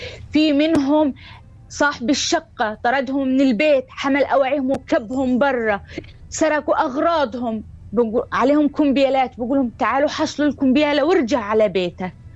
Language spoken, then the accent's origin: Arabic; Hebron, West Bank, Palestine; وأنا اليوم بنت الخليل وبناشد كل إنسان حر يوقف معاي ويشوف ملفي ويحاول يساعدني بقدر المستطاع